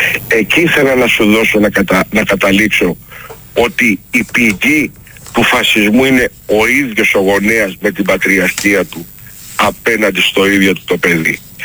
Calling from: Greece

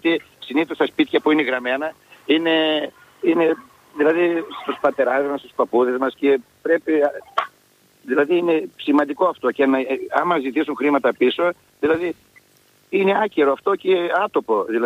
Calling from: Thessaly, Greece

